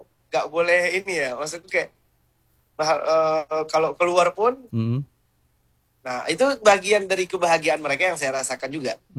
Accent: Aceh, Indonesia; Cukup dia tahu saya dari Aceh, dan alhamdulillah mereka mendoakan.

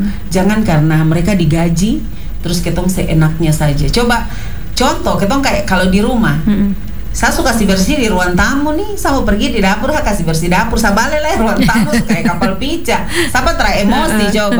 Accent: Fakfak, West Papua, Indonesia; kita warga Kota Fakfak

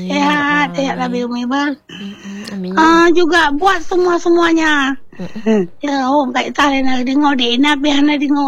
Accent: Aceh, Indonesia; ini aja udah alhamdulillah semua udah paham kita orang Aceh.

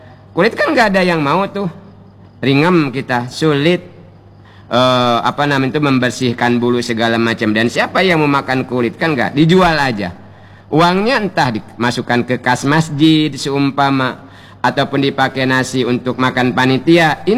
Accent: Bangka Belitung Islands, Indonesia; kalau kata kita orang Bangka

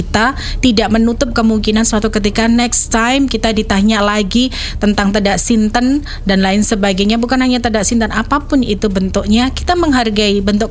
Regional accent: Java, Indonesia; budaya kita Jawa

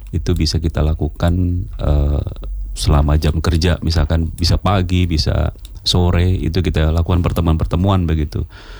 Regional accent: Kalimantan, Indonesia; now in Kendari, Indonesia; Saya asli Kalimantan.

